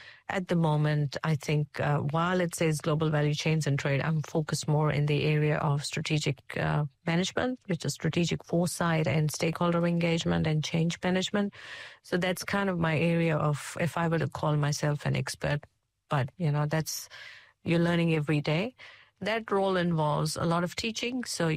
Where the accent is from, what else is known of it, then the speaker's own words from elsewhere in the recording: India; now in New Zealand; And so for me, when I came from India back in 2007, I think I came from one of the biggest and the busiest cities